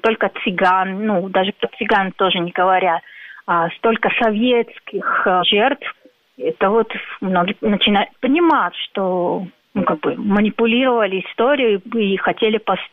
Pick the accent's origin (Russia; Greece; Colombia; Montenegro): Colombia; moved away; Я, поскольку из Колумбии